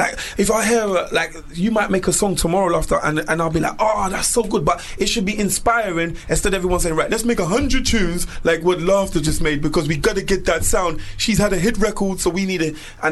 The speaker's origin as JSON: {"language": "English", "region": "England", "country": "United Kingdom", "tie": "born or raised there", "said": "my parents are Jamaican, but I'm talking to you English because that's what I'm born and bred in England"}